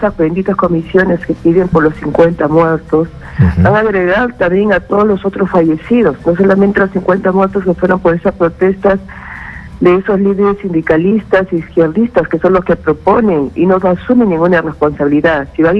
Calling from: Lima, Peru; desde Lurín.

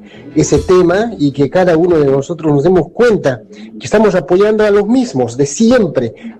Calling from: Bolivia

